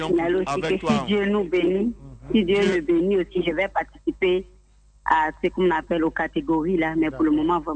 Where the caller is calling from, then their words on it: Abidjan, Côte d’Ivoire; J'appelle de Angre Nouveau-Chi.